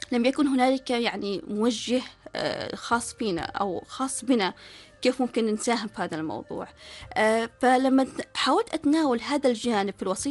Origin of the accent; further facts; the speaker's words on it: Oman; نحن كعمانيين